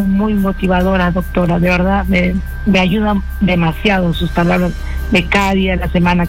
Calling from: Ate, Lima, Peru; Desde Ate

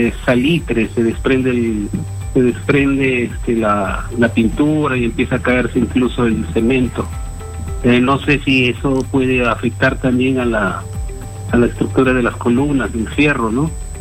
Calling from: Tumbes, Peru; Yo soy de Tumbes.

